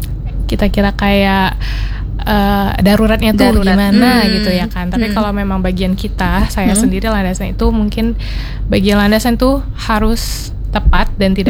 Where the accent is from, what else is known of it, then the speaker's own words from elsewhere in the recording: Medan, North Sumatra, Indonesia; moved away as an adult; now in Surabaya, Indonesia; aku tuh asal dari Medan, Sumatera Utara.